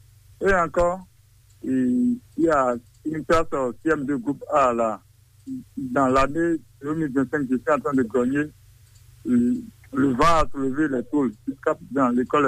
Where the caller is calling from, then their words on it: Adjarra, Ouémé, Benin; J'appelle de Porte-Novo, commune d'Adjara, arrondissement Marie, quartier Yagé.